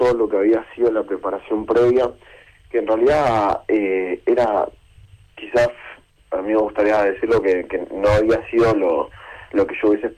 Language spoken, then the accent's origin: Spanish; Vicente López, Buenos Aires Province, Argentina; also born or lived in Posadas, Misiones; Sí, yo soy nacido en Misiones Posadas, pero criado toda la vida en Vicente López, y en Buenos Aires principalmente.